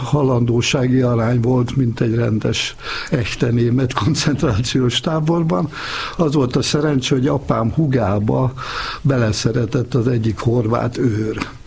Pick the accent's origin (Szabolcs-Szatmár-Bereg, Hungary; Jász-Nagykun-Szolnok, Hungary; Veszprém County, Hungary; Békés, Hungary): Veszprém County, Hungary; Veszprém; born there; Én Veszprémre születtem.